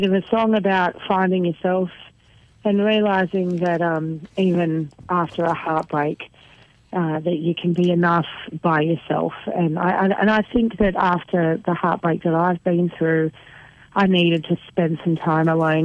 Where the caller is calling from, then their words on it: Newcastle, New South Wales, Australia; From Newcastle.